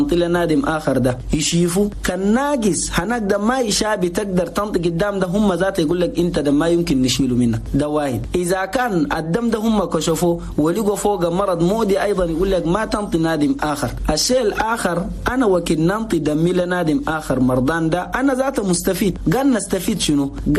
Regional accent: Chad; نقول لأخواننا المواطنين جميعا في بلدنا تشاد

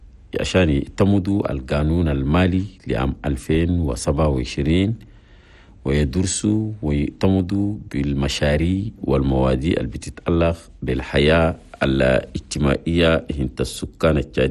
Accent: Chad; بلدنا تشاد.

